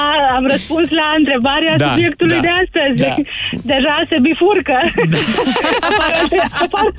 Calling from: Arad, Arad County, Romania; sunt din Arad.

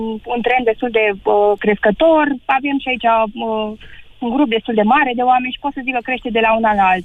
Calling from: Toplița, Harghita County, Romania; Eu sunt din Toplița din Harghita și vreau să zic că aici e și un oraș micuț.

